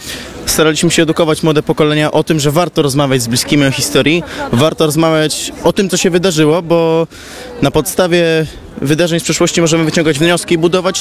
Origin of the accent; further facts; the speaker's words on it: Białystok, Podlaskie Voivodeship, Poland; Przyjechaliśmy z Białegostoku, z województwa podlaskiego, z projektem Ślady Korzeni.